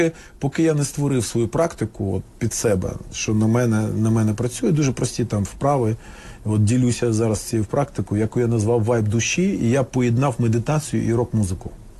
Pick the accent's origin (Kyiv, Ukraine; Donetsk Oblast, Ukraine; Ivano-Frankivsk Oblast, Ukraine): Kyiv, Ukraine; Я киянин, так.